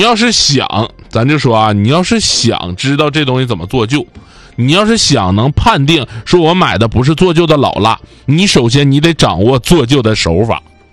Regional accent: Northeast China, China; accent: Northeastern dialect; 但是我们东北人就一直这么用这个字啊，

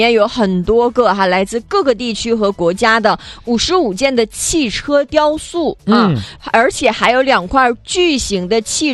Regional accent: China; 作为一个中国人非常的光荣哈。

